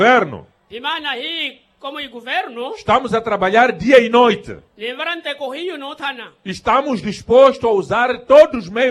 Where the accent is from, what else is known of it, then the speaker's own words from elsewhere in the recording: Mozambique; todos nós como moçambicanos